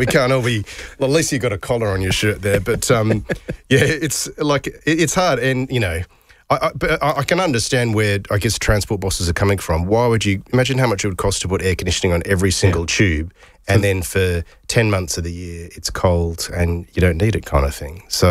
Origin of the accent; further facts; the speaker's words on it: Brisbane, Queensland, Australia; moved away as an adult; now in London, United Kingdom; I come from Brisbane originally where it's hot.